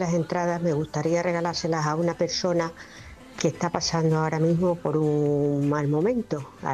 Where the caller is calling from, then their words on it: Cáceres, Extremadura, Spain; Me llamo desde Cáceres